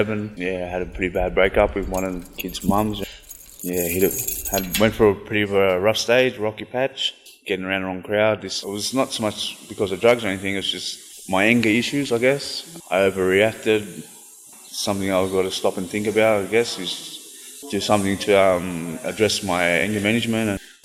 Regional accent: Liverpool, New South Wales, Australia; now in Miller, Australia; I'm from Miller, 2168. Dungutty, man. Dad grew up in La Perouse and born and raised in Liverpool area.

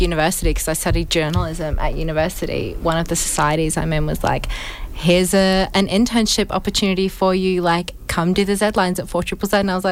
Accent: Perth, Western Australia, Australia; now in Brisbane, Australia; I'm from Perth.

